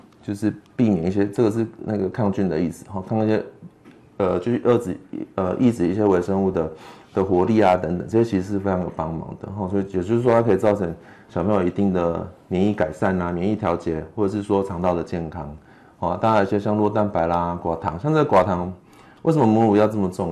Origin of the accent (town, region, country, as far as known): Taiwan